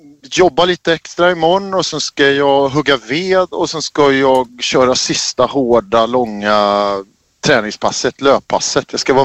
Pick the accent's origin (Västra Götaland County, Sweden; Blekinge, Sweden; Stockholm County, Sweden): Stockholm County, Sweden; Södertälje; Fast jag är inte från Stockholm, jag är från Södertälje, det är väldigt viktigt.